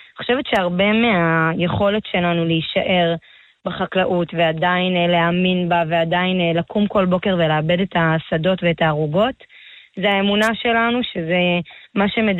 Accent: Southern District, Israel; born there; moved away as an adult; now in Yated, Israel; אני מקיבוץ סעד שגם בעוטף. אני בעצם ילידת מה שנקרא שחר אדום, צבע אדום.

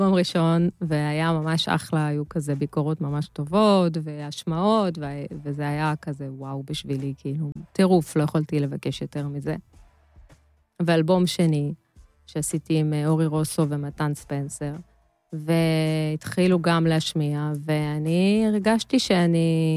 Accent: Jerusalem, Jerusalem District, Israel; now in Tel Aviv, Israel; אני גדלתי בירושלים, בשכונת קטמונים, בדירת שיקונים

